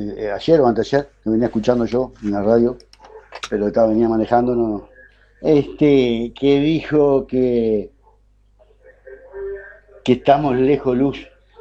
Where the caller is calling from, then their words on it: Uruguay; Soy uruguayo